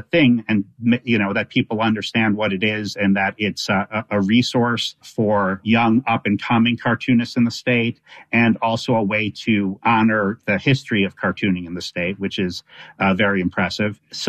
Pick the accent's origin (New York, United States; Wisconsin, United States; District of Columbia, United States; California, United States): Wisconsin, United States; Milwaukee; And growing up in Milwaukee, there was a great comics section in the Milwaukee Journal and then the Milwaukee Journal Sentinel growing up.